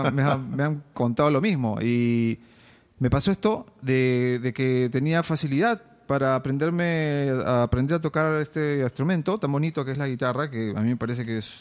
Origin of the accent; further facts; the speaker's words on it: Lima, Peru; Yo nací en el Hospital Rebagliati, acá en ya. Lima. Y por mucho tiempo vivimos muy cerca al hospital, en el distrito de Lince. Y de ahí nos mudamos a La Molina